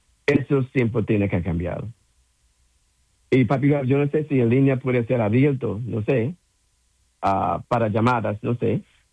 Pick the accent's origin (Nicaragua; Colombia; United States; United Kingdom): United Kingdom; England; Spanish is a second language; Perdón por mi español, porque ya sabes, yo soy inglés, pero todavía...